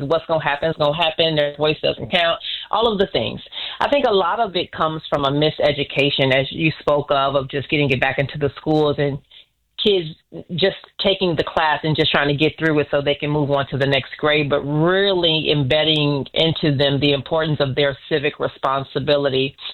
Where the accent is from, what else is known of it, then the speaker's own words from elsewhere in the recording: Chicago, Illinois, United States; now in Florida, United States; I'm from Chicago. I just live here. I'm a Chicago girl. I just live here. Okay. Not from here.